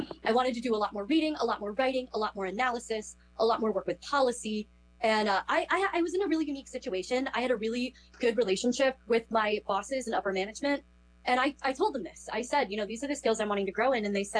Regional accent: Towson, Maryland, United States; as has been said. I am from Towson, Maryland.

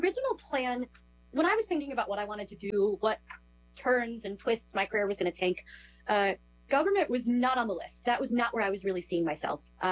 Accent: Towson, Maryland, United States; as has been said. I am from Towson, Maryland.

